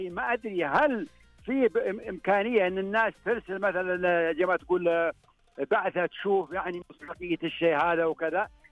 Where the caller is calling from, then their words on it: Al Namas, Asir, Saudi Arabia; من النماص.